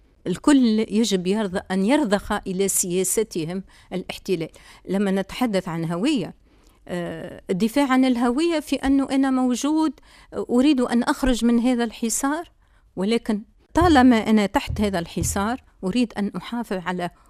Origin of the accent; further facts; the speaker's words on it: Tunisia; also born or lived in Palestine; أنا تونسية وسأبقى تونسية